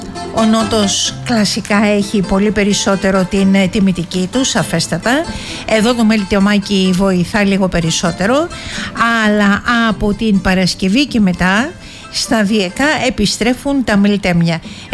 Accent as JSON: {"language": "Greek", "town": "Viannos", "region": "Crete", "country": "Greece", "said": "Μπορεί στη Βιάνο να παίρνει τις πέτρες, που είναι το χωριό μου"}